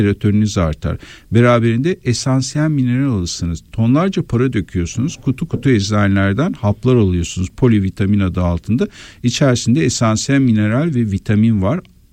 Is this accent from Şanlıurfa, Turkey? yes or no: yes; Şanlıurfa, Turkey; born there; moved away; benim memleketim Güneydoğu, Urfa bölgesi.